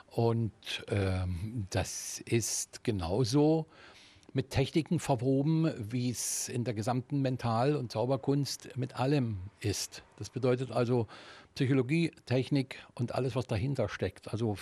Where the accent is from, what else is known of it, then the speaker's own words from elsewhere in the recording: Görlitz, Saxony, Germany; moved away; Ich bin ja nur hier wieder hergekommen, weil ich gebürtiger Görlitzer bin